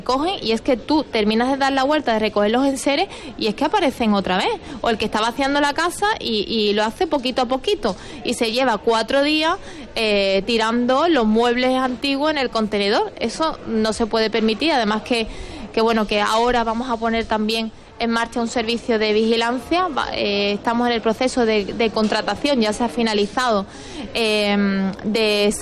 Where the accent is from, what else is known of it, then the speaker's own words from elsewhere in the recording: Huelva, Andalusia, Spain; como se come en Huelva, que somos la despensa de Europa